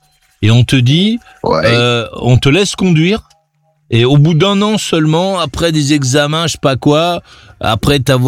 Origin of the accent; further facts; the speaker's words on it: France; Chez nous, en France, lorsque quelqu'un est sous, qu'il est arrêté par la police